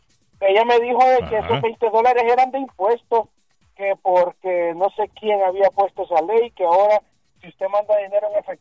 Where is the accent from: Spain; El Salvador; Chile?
El Salvador; moved away; yo soy de El Salvador y en la ciudad donde nosotros estamos tenemos un cajero Chivo Wallet.